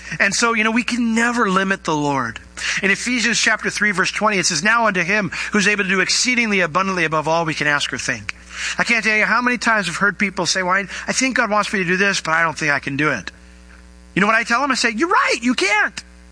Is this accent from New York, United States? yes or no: yes; New York, United States; They traded my favorite player when I was a kid. I grew up in New York.